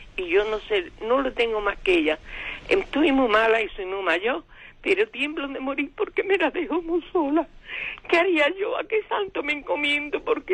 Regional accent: Granada, Andalusia, Spain

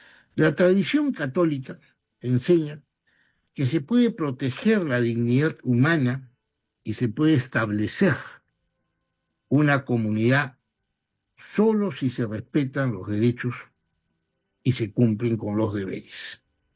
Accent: Peru; Somos peruanos

